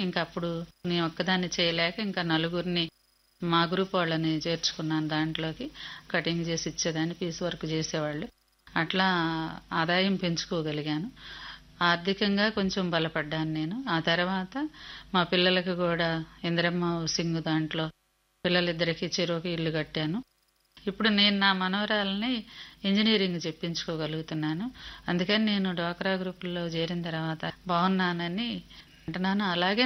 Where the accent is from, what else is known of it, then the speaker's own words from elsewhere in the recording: Tadepalli, Andhra Pradesh, India; మాది తాడేపల్లి మండలం డేసురం గ్రామంలోని సాయిరామ గ్రామైక్య సంఘం ప్రెసిడెంట్ అండి. నేను ఒక పేద కుటుంబం నుంచి వచ్చిన దాన్ని.